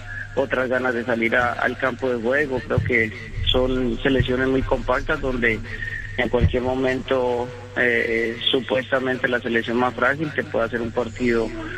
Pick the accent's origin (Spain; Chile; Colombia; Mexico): Colombia; nosotros como colombianos